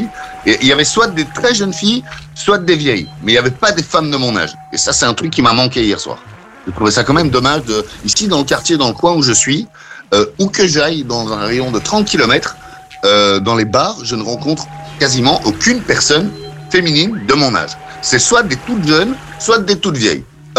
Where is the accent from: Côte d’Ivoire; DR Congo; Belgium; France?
Belgium; je suis belge